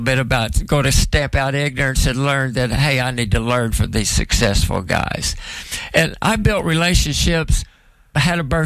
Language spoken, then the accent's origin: English; Muskogee County, Oklahoma, United States; I was raised in Muskogee County, 6 miles north of Shakota, 3 miles south of Wainwright, four and a quarter west of Oktahaw, and 5 3/4 from Council Hill on the east. The address was Oktahaw.